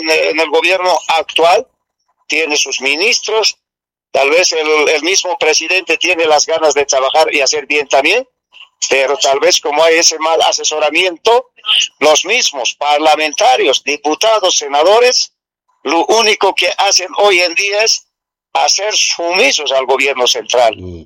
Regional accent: Arcopongo, La Paz, Bolivia; yo soy de provincia Inquisiva una vez más, de Arcopongo

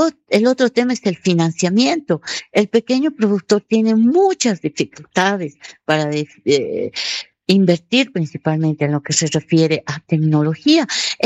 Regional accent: Charazani, La Paz, Bolivia; born there; en mi pueblo, en mi comunidad, en todo lo que es el municipio de Charazani

